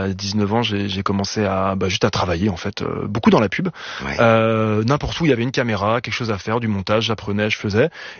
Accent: Lyon, Auvergne-Rhône-Alpes, France; Moi, j'ai grandi à Lyon, et à Lyon, il y a un endroit assez...

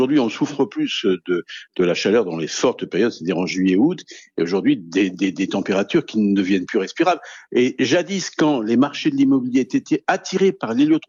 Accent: Brittany, France; je suis breton, c'est pour ça que je suis un peu chauvin.

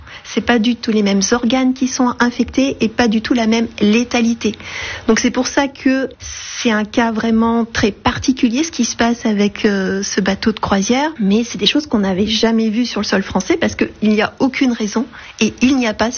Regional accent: France; Chez nous, en France

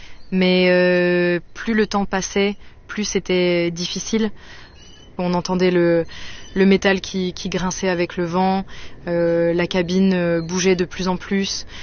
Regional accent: Grenoble, Auvergne-Rhône-Alpes, France; j'ai 25 ans et j'ai grandi à Grenoble. Les montagnes, ça a toujours fait partie de ma vie.

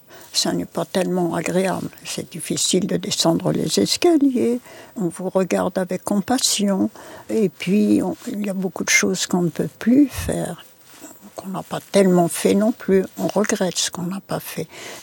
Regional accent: Paris, Île-de-France, France; born there; first language Yiddish; French is a second language; also born or lived in Slonim, Belarus; Je suis née à Paris, mais émigrée à Slonim d'abord, puis ramenée en France.

